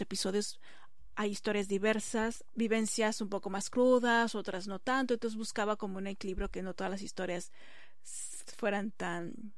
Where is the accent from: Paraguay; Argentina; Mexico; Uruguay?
Mexico; now in Barcelona, Spain; Soy mexicana, vivo en Barcelona, España